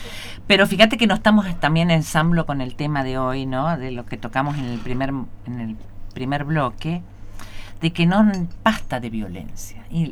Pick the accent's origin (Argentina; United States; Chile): Argentina